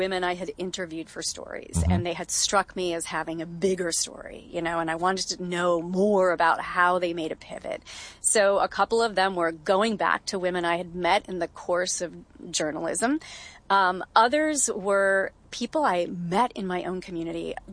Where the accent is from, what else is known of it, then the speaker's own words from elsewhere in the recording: Kentucky, United States; I grew up in Kentucky, went to Churchill Downs, the home of the Kentucky Derby, many times.